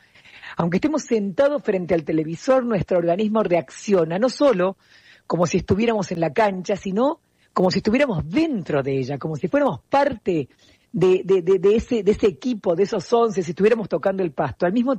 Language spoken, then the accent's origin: Spanish; Argentina